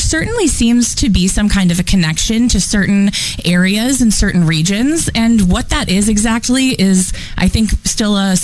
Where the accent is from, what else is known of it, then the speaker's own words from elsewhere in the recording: Cleveland, Ohio, United States; I'm from Cleveland, Ohio.